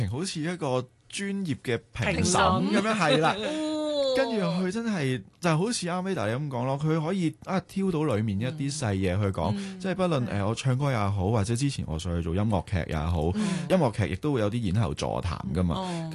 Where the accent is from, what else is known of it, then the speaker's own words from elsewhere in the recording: Hong Kong; 我都同大家讲就系我系香港嚟嘅